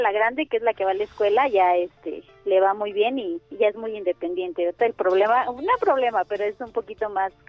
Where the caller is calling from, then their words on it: Tecámac, State of Mexico, Mexico; De Tecámac, Estado de México.